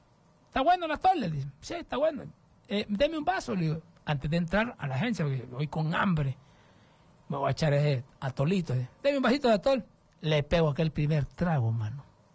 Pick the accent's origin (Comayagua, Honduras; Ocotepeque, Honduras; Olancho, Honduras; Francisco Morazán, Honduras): Francisco Morazán, Honduras; Tegucigalpa; Allá hay como 4 kilómetros antes de las trancas, le digo yo, en Tegucigalpa.